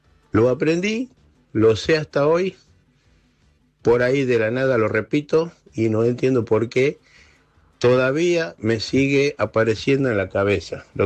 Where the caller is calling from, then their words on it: Tucumán, Argentina; de Tucumán. Tengo 55 años.